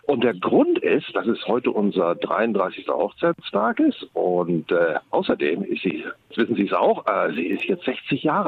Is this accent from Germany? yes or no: yes; North Rhine-Westphalia, Germany; ich komme aus der Nähe von Bielefeld, so ein kleines Dorf, 10 Häuser.